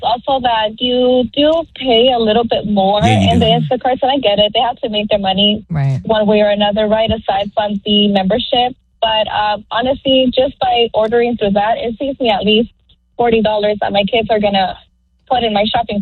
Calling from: North Hollywood, California, United States; I'm calling from North Hollywood.

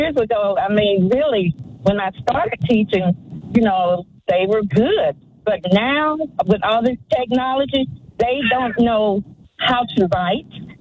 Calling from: Talladega, Alabama, United States; Okay, I'm calling from Talladega, Alabama.

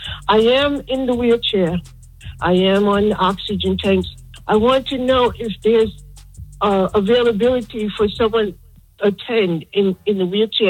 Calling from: Alexandria, Virginia, United States; also born or lived in Bronx, United States; I'm from Alexandria, Virginia. I'm calling about the ICE agents in the Bronx. I used to live there in Marble Hill.

